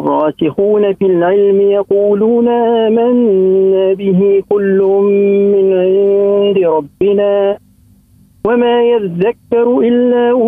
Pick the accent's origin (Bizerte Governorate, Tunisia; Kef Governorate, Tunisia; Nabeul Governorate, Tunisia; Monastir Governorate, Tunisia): Nabeul Governorate, Tunisia; Soliman; born there; من سليمان.